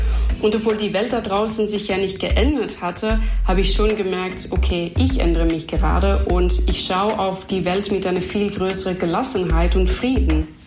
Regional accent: Belgium; German is a second language; Und ich komme aus Belgien, ich habe die Sprache nicht gesprochen

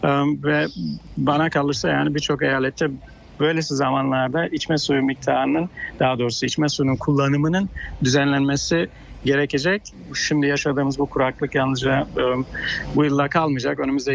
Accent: Çukurova, Turkey; also born or lived in Tarsus; Yani ben Tarsus doğumluyum. Çukurova'da büyüdüm.

